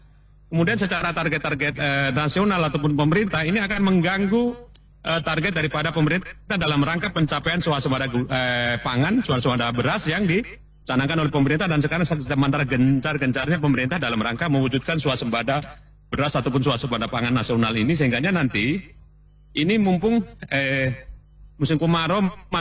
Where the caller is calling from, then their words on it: Gorontalo, Indonesia; Di daerah saya, di daerah Bolihuto